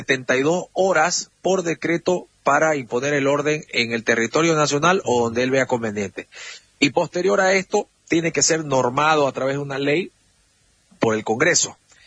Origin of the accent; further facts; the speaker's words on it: Santa Cruz, Bolivia; Yo soy del departamento Santa Cruz de la Sierra.